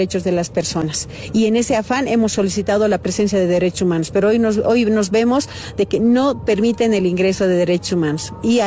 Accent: Bolivia; como bolivianos, porque bolivianos somos uno solo

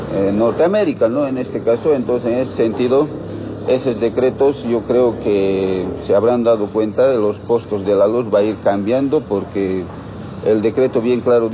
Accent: Bolivia

